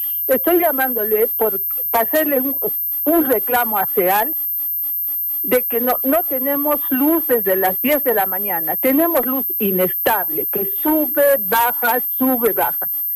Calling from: Arequipa, Peru; justamente les llamo de Simón Bolívar.

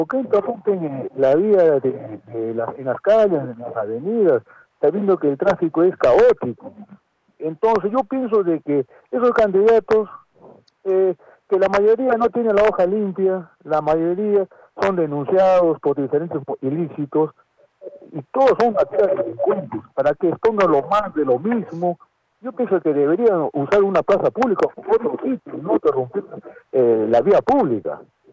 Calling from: Arequipa, Peru; Como arequipeño

